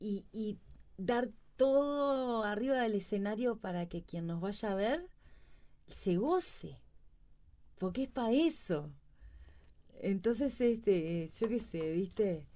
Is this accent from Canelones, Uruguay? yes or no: yes; Canelones, Uruguay; músicos uruguayos que venimos de la Costa de Oro